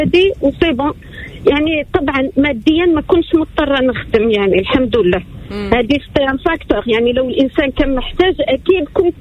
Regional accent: Algeria; now in Tunisia; اي انا جزائريه وعايشه في تونس.

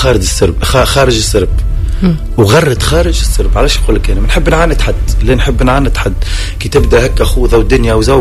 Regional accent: Tunisia; احنا عندنا في تونس

